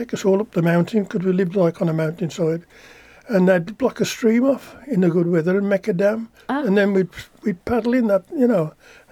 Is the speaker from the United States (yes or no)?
no; West Midlands, United Kingdom; born there; also born or lived in Wales; Yeah, my dad was in the RAF and mother was Welsh. So I was born in Hollyhall, but mother went back to her family in Wales while the old man was in the serving. And we come back up in 46, 47. We were in prefabs, and the winter 47, I was 5 years old.